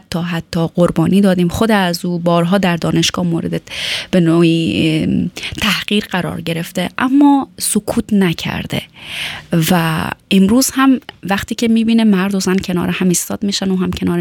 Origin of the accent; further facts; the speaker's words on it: Afghanistan; من و شما هم از افغانستان آمدیم